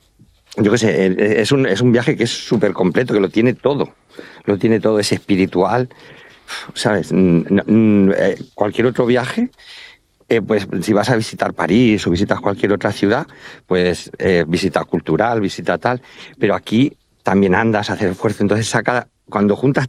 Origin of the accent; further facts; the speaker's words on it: Santa Cruz de los Cáñamos, Castilla-La Mancha, Spain; now in Albacete, Spain; Es que soy muy manchego. Yo soy de Ciudad Real, de un pueblo que se llama Santa Cruz de los Cáñamos, pero vivo en Albacete.